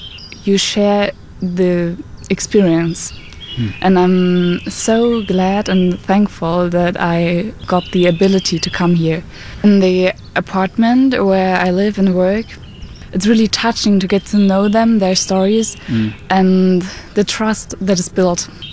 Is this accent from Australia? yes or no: no; Dresden, Saxony, Germany; moved away as an adult; I'm 19 years old and I'm from Germany, from Dresden.